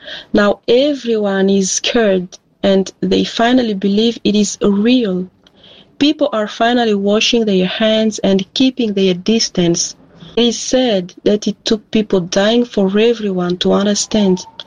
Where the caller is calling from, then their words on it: Mahagi, Ituri, DR Congo; I'm speaking from Mahagi in Ituri province in the Democratic Republic of the Congo.